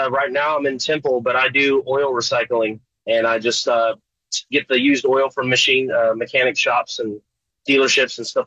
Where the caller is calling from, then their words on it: Fort Worth, Texas, United States; I'm from Fort Worth.